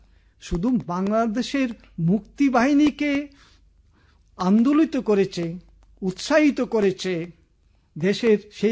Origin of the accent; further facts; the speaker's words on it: Sabroom, Tripura, India; also born or lived in Khowai; আর সেই সূত্রেই আমার জন্ম প্রথম যে জন্মস্থান আমি জন্মেছি সাব্রুম, এই প্রান্তিক শহরে আমার বেড়ে ওঠা সেখান থেকে।